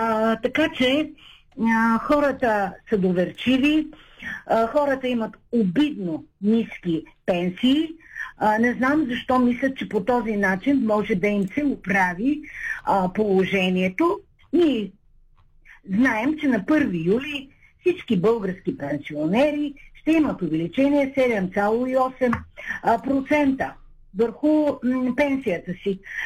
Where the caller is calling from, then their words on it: Shumen, Shumen Province, Bulgaria; съм от Шумен.